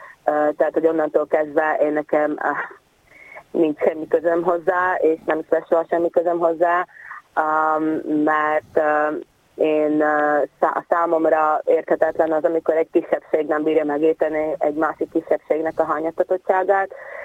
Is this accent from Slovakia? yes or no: yes; Slovakia; nem csak szlovákiai magyar vagyok, hanem biszexuális is